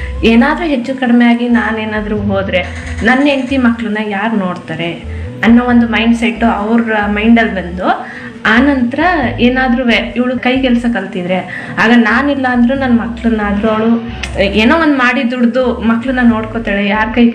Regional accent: Muttur, Karnataka, India; ನಾನು ಪಿರಿಯಾಪಟ್ಟಣ ತಾಲೂಕು ಮುತ್ತೂರಿಂದ ಬಂದಿದ್ದೀನಿ.

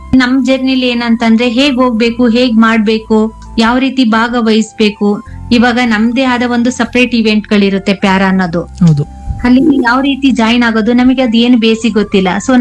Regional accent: Karnataka, India; born there; also born or lived in Mysore; 1-7 ನಾನು ಕಂಚುಗರ ಕಪ್ಪಲಲ್ಲಿ ಓದಿದ್ದು, 7th P U ನಮ್ಮ ಊರಿನ ಪಕ್ಕ 4 ಕಿಲೋಮೀಟರ್ ಕಿಸ್ತೂರ್ ಕಪ್ಪಲು. ನೆಕ್ಸ್ಟ್ 2 ಡಿಗ್ರಿ ಇನ್ನಾಗ ಕೆಆರ್ ನಗರದಲ್ಲೇ ಮಾಡಿದ್ದು.

